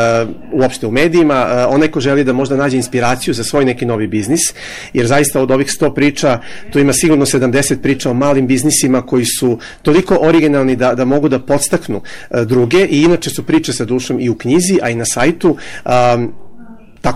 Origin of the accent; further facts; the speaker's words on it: Belgrade, Serbia; jer ja sam Beograđanin koji radi u Aranđelovcu, odnosno u Trešnjevici